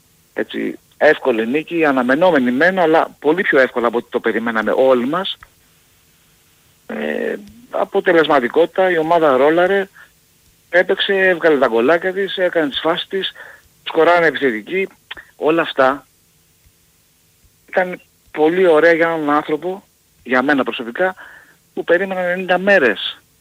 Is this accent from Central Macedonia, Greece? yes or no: no; Paiania, Attica, Greece; από την Παιανία.